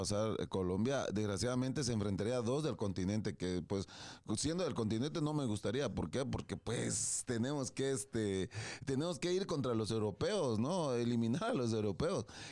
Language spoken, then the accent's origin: Spanish; Argentina; Yo sigo siendo argentina.